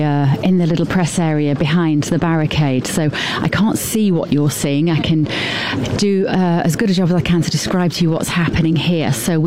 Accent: United Kingdom; now in Washington, D.C., United States; because I'm in that unusual position of being a British journalist who is based in Washington, D.C. ordinarily.

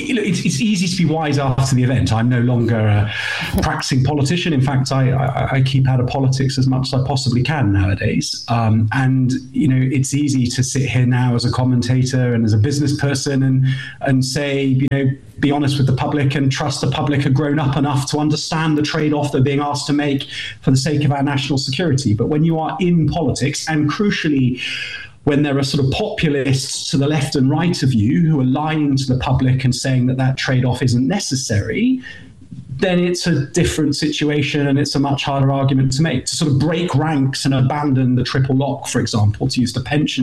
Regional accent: United Kingdom; And as a Brit, that's quite embarrassing.

